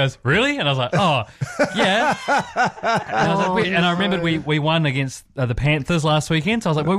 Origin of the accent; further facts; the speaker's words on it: Christchurch, Canterbury, New Zealand; moved away; I'm from Christchurch.